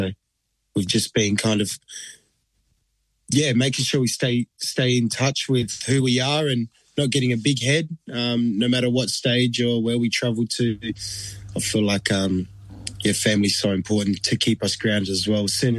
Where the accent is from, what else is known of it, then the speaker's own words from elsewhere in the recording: Perth, Western Australia, Australia; We're born and bred in Perth, but our roots lie in Aotearoa, and the first time we've been able to do that is through music.